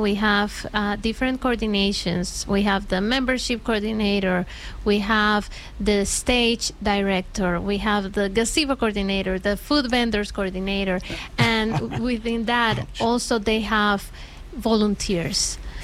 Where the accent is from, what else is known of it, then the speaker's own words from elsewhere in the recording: Costa Rica; now in Cambridge, United States; Like, we have people from Cambridge, but I'm from Costa Rica, you know.